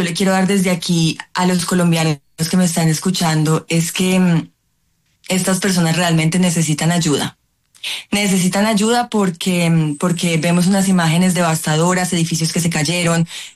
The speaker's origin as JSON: {"language": "Spanish", "country": "Colombia", "said": "y que como colombianos los ayudemos"}